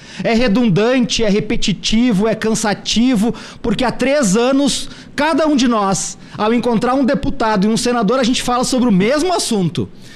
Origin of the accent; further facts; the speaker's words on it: Rio Grande do Sul, Brazil; para falar do senador Paulo Paim, como gaúcho que sou, eleitor dele em inúmeras eleições.